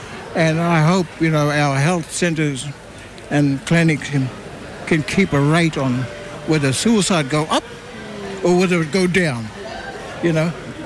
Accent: Queensland, Australia; I'm from Mission myself. I've lived on Mission.

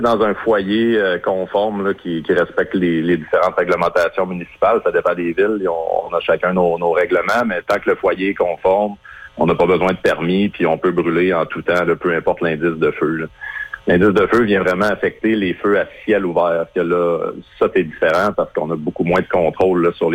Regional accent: Sept-Îles, Quebec, Canada; chez nous à Sept-Îles

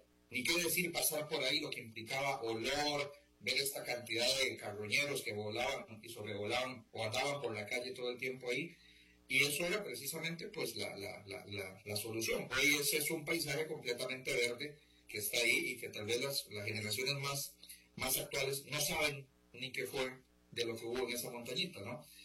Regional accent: Tres Ríos, Cartago, Costa Rica; yo crecí allá en San Diego de Tres Ríos

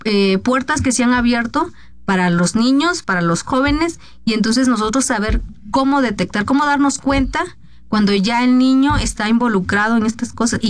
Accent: Veracruz, Mexico; porque soy de Veracruz

